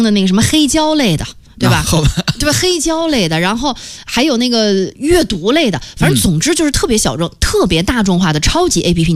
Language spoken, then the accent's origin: Chinese; China; 我中国人